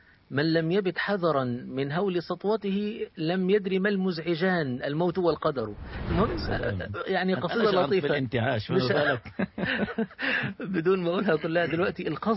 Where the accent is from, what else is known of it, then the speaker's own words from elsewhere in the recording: Egypt; كان عندنا في مصر